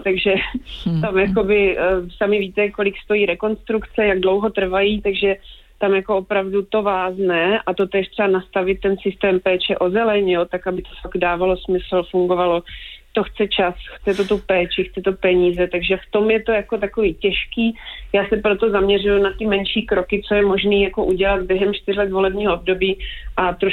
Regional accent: Brno, South Moravian Region, Czechia; jak jsem z Brna, tak já jsem vždycky jezdila do Vídně často

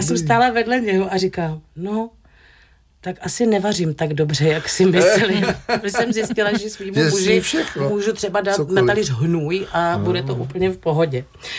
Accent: Moravia, Czechia; Protože nevím, jak u vás v Praze nebo tady v Čechách, ale u nás na Moravě v podstatě oslava znamená zabití jídlem.

